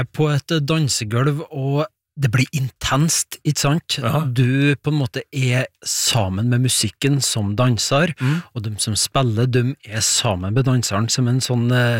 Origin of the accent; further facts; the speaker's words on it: Trøndelag, Norway; accent: Trøndelag dialect; hvis jeg skal bruke min egen dialekt fra Trøndelag